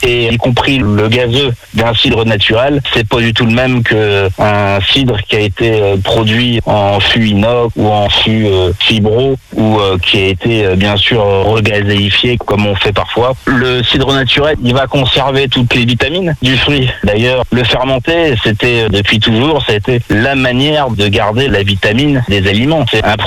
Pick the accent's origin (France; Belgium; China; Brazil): France; Nogent-le-Bernard, Pays de la Loire; j'ai passé une bonne partie de mon enfance dans la Sarthe, à Nogent-le-Bernard, où mon père a repris une ferme au début des années 90